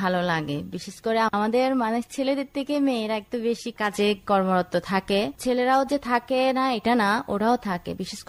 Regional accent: Chittagong Hill Tracts, Bangladesh; Bangla is a second language; আমরা তো মানে সিদ্ধ জাতীয় বেশি খাই আর কি চাকমারা।

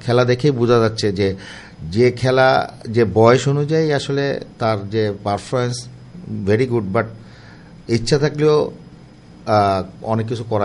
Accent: Bangladesh; আমরাও যারা বাংলাদেশের লোক আছি

